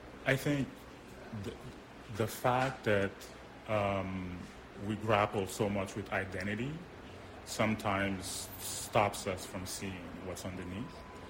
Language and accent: English; Montreal, Quebec, Canada; also born or lived in Haiti / Queens, New York, United States; And so I was born in Haiti, but brought up in Montreal and in Queens, New York. So to me, the aspect of identity is not really clear.